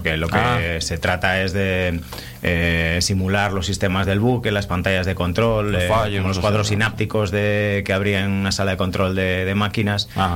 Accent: Santander, Cantabria, Spain; Santanderino.

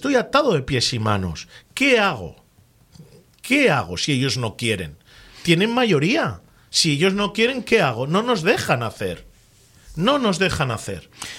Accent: Laredo, Cantabria, Spain; Y llevo mi pueblo en el alma. Y me pesa muchísimo más luchar por los intereses de los laredanos

